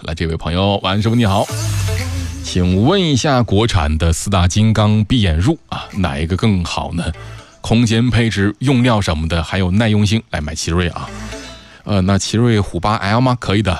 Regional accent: Hulunbuir, Inner Mongolia, China; 因为我老家以前叫做呼伦贝尔盟，后来改盟改市就变成了呼伦贝尔市

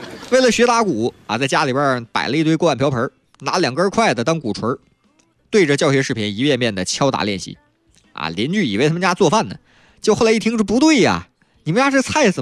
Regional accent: Northeast China, China; accent: Northeastern (Dongbei); 按我们东北话

